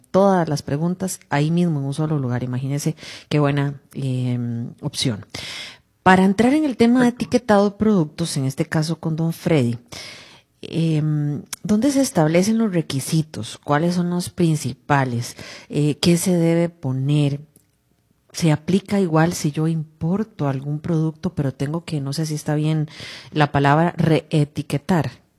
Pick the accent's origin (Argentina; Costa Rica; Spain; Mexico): Costa Rica; Guápiles, Limón; Yo soy de Guápiles